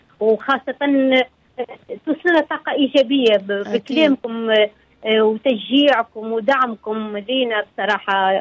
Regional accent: Tunisia; now in Italy; احنا كسكسينا ما شاء الله عليه، يعني كسكسي تونسي

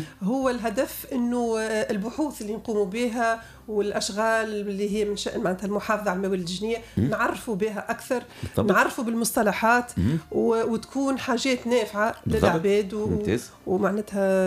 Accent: Tunisia; بلادنا تونس

